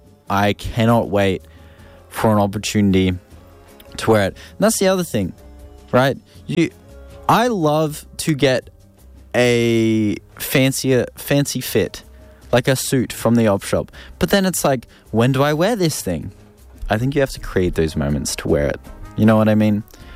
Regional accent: Ipswich, Queensland, Australia; I'm from Ipswich, there's not a great deal of op shopping, maybe some stuff in like Red Bank Plains, that sort of thing.

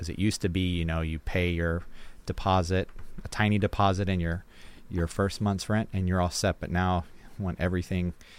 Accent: Chile; also born or lived in Mexico / Bolivia; now in United States; I was born in Mexico. Missionary, Pentecostal missionary parents, raised in Chile and Bolivia. So I spent the most years in Chile, a decade.

